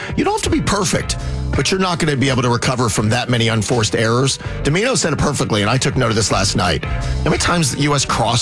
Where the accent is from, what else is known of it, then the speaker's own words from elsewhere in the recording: United States; I'm an American